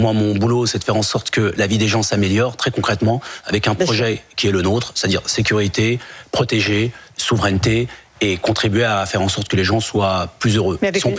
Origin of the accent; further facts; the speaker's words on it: France; Je suis issu comme vous, je suis pas du tout issu de l'immigration. Oui. Ce sont nos parents. Nous, on est français, bien français et fiers d'être français.